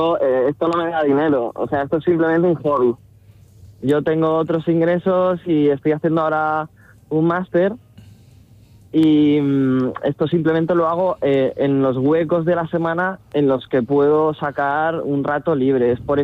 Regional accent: Ciudad Real, Castilla-La Mancha, Spain; de donde soy yo, que es aquí en Ciudad Real

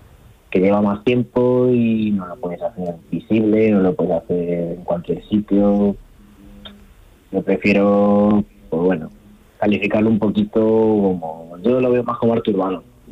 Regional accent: Ciudad Real, Castilla-La Mancha, Spain; Yo soy de Ciudad Real.

